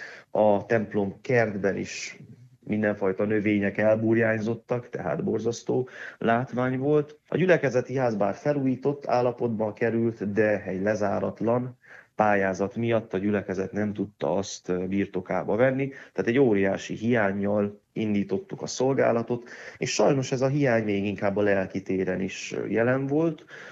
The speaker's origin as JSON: {"language": "Hungarian", "town": "Carei", "region": "Satu Mare County", "country": "Romania", "tie": "born or raised there", "said": "mivel Bámospécs nincs olyan távol, sem Debrecentől, sem az én szülővárosomtól, Nagykárolytól, tehát így úgy gondoltam, hogy hát miért ne."}